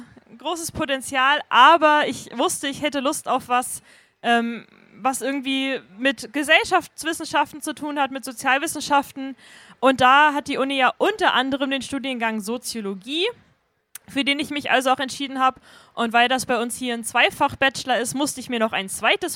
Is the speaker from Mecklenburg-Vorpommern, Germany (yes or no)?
yes; Rostock, Mecklenburg-Vorpommern, Germany; ich komme aus Rostock, auch ursprünglich born and raised quasi. Ich war zwischendurch mal ein Jahr weg während der Schulzeit im Ausland und habe dann nach dem Abi aber gedacht, oh, ich will eigentlich echt gerne in Rostock bleiben